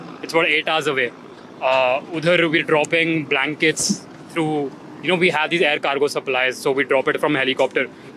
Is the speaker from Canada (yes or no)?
no; Delhi, India; We're from Delhi and we landed just yesterday